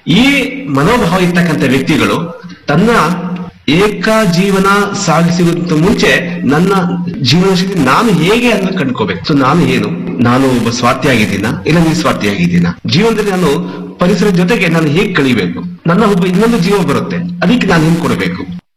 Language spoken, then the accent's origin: Kannada; Kolar, Karnataka, India; ನಾನು ಮೂಲತಃ ಕೋಲಾರ.